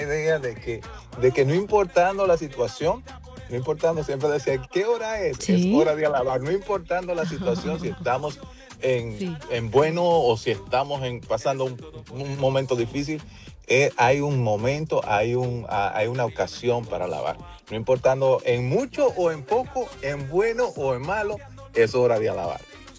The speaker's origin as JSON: {"language": "Spanish", "country": "Dominican Republic", "lives_now": "Chicago, United States", "said": "Soy dominicano, aunque vivo aquí en Chicago, pero soy dominicano, y mis padres todavía son pastores allá en la República Dominicana."}